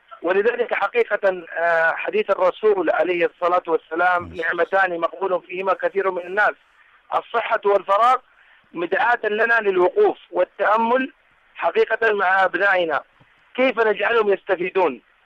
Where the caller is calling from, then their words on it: Mecca, Makkah Province, Saudi Arabia; أقول لكم من مكة المكرمة